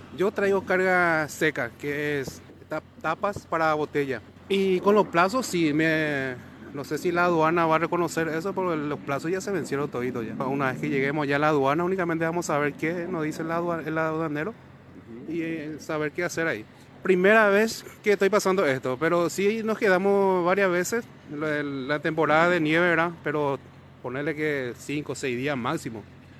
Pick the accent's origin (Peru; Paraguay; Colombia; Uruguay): Paraguay; Soy de Paraguay. Hace 27 días que estoy varado.